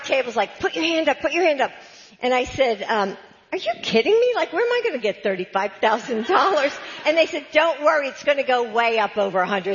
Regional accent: Pennsylvania, United States; But, you know, I grew up outside of Philly. I am a Philly girl. I love my Eagles and my Flyers and my Phillies.

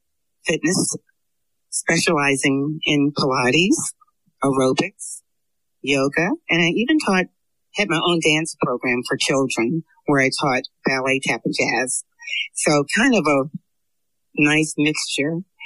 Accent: Frankfurt, Hesse, Germany; also born or lived in Darmstadt / Italy; Well, I'm an Army brat. I like to get that out the way first. I grew up in Germany, Frankfurt, Darmstadt.

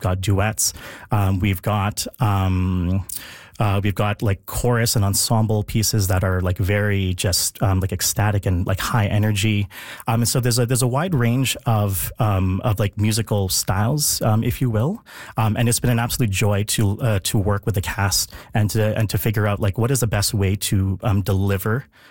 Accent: Philippines; And I think like as a Filipino myself, one of the things is that we don't tend to see a lot of ourselves represented in the arts.

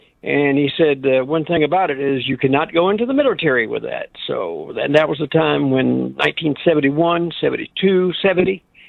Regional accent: Beaufort, South Carolina, United States; growing up in Beaufort, South Carolina, which is a Marine Corps town

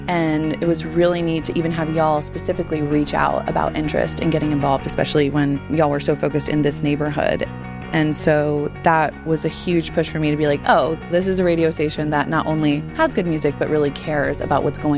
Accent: Richmond, Virginia, United States; I am from Richmond, Virginia.

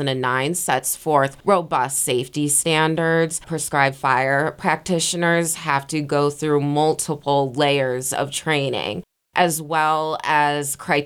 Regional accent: Chicago, Illinois, United States; And I'm from Chicago, Cook County, which is a densely urbanized, populated environment. I'm on the north side.

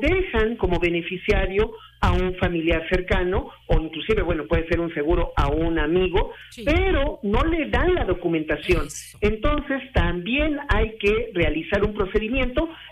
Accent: Mexico; hablamos mucho como cultura mexicana de la muerte

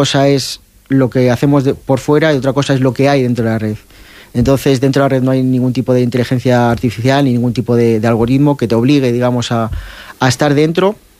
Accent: Salamanca, Castile and León, Spain; moved away as an adult; now in Ávila, Spain; yo soy de Salamanca y llevo aquí 4 o 5 años viviendo en Ávila

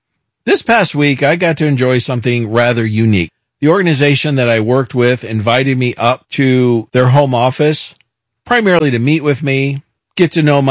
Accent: Kansas City, Missouri, United States; I born and raised in Kansas City, but I'd never gone to a Monday night football game.

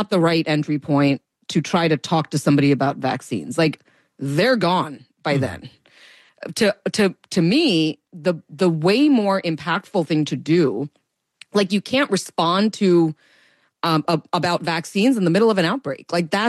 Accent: Ohio, United States; I grew up in Ohio in a particular town that was the epicenter of the opioid outbreak in Ohio.

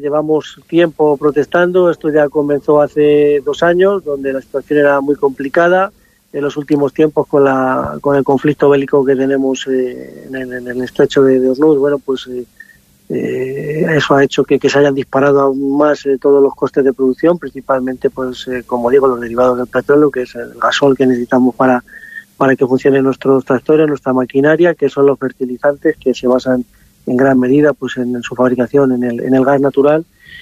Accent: Castile and León, Spain; aquí estamos en mi pueblo, Sila Bajos.

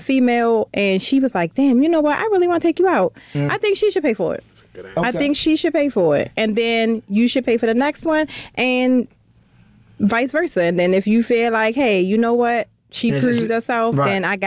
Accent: Baltimore, Maryland, United States; now in Atlanta, United States; I was born and raised Baltimore East Side. I grew up in Sedonia.

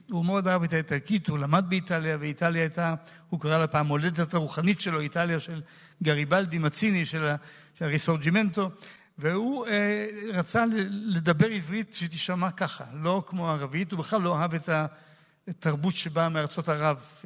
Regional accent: Jerusalem, Jerusalem District, Israel; אני גדלתי בירושלים עם הוריי, עם אחיותיי ואחי, בדירה היום אומרים קטנה, לנו היא נראית מאוד מרווחת, בשכונה שרובה היו מה שקראו מפייניקים, או הציונים הפרוגרסיביים

